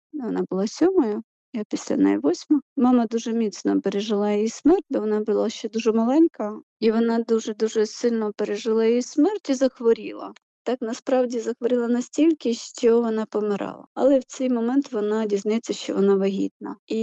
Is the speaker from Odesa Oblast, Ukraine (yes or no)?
yes; Chornomorsk, Odesa Oblast, Ukraine; Я сама з Одеської області, це місто Іллічівськ. Раніше був, зараз його, на щастя, перейменували на Чорноморськ.